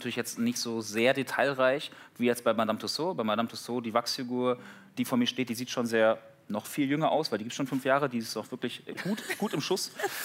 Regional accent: Schleswig-Holstein, Germany; born or raised there

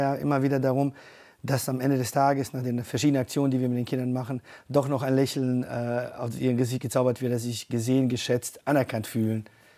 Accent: Bosnia & Herzegovina; ich komme ursprünglich aus Bosnien.

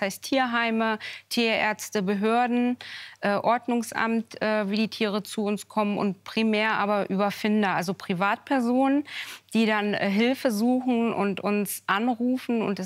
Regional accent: Cologne, North Rhine-Westphalia, Germany; born or raised there

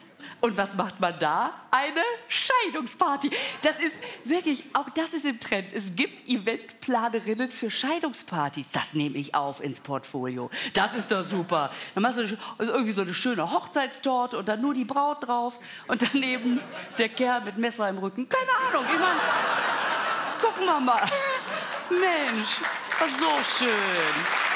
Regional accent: Münster, North Rhine-Westphalia, Germany; Ich komme aus Münster

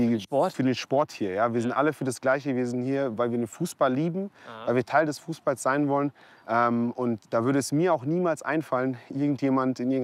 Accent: Germany; born there; Ich habe halt irgendeine dunkle Hautfarbe, bin aber Deutscher, identifiziere mich auch als Deutscher, bin auch hier geboren und auch meine Mutter ist deutsch.

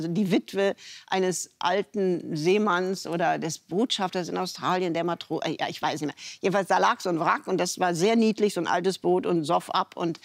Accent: Rhineland, Germany; Dieser leicht anarchische Streak, den habe ich da als Rheinländerin durchaus wiedergefunden.

